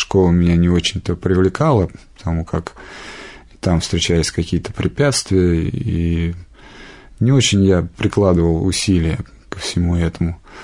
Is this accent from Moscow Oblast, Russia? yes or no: yes; Lesnoy, Moscow Oblast, Russia; Я сам живу из Подмосковья, в Подмосковье, поселок Лесной, в Пушкинском районе, и, в общем-то, вся жизнь моя прошла. Детство там такое вот невыездное, наверное.